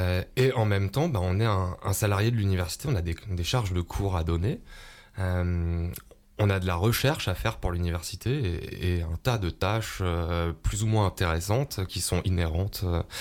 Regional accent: Aubenas, Auvergne-Rhône-Alpes, France; Moi, je suis né ici. Hein. Je suis un pur produit albenacien. Je suis né à l'hôpital, à la clinique d'Aubenas. Même pas à l'hôpital, non, à la clinique d'Aubenas.

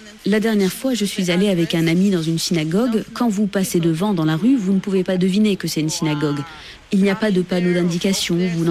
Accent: Israel; moved away; La plupart du temps, quand quelqu'un me demande d'où je viens, je dis que je suis israélienne.

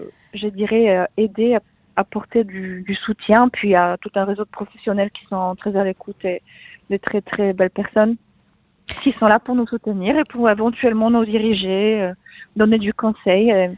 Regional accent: Poland; first language Polish; French is a second language; moved away; je ne parle pas dans ma langue d'origine. Parce que je pense que si j'étais en Pologne et que je devais parler de tout ça en polonais, ça serait peut-être un poil plus difficile.

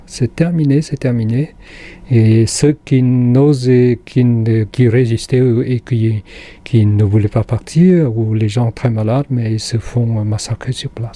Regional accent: Cambodia; French is a second language; moved away as an adult; now in France; À l'époque, c'était en avril 1975, j'ai quitté le Cambodge.

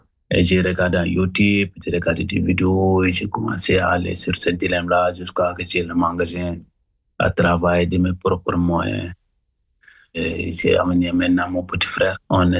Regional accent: Senegal; mes d'origine, like, mes cousins chez moi, au Sénégal

